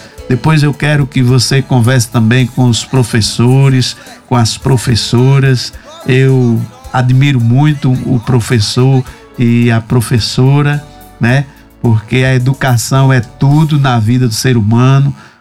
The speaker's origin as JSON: {"language": "Portuguese", "town": "Monte Alegre de Sergipe", "region": "Sergipe", "country": "Brazil", "tie": "born there", "said": "Monte Alegre, que eu tenho um carinho especial, nasci ali no Poço do Boi, vizinho à fazenda de seu Duval"}